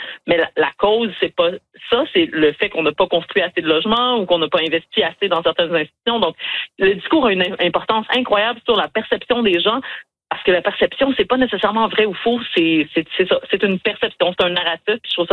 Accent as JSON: {"language": "French", "town": "Sherbrooke", "region": "Quebec", "country": "Canada", "lives_now": "Gatineau, Canada", "said": "Je viens de Sherbrooke, j'habite à Montréal, j'habite maintenant à Gatineau."}